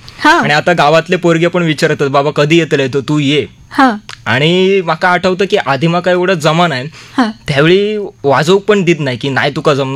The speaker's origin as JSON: {"language": "Marathi", "town": "Matond", "region": "Maharashtra", "country": "India", "tie": "born or raised there", "accent": "Malvani", "said": "मी Sindhudurg Vengurla मातोंड Sawantwada."}